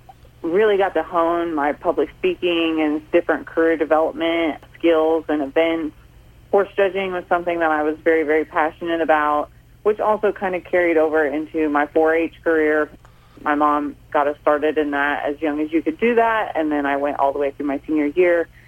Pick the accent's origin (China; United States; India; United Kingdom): United States; Holton, Kansas; So I am originally from Holton, Kansas, which is northeast Kansas